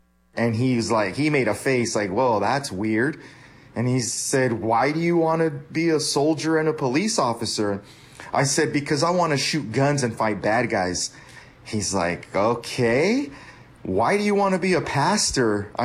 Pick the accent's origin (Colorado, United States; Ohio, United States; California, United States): California, United States; Bell Gardens; born there; first language Spanish; English is a second language; I'm a senior at Bell Gardens High School.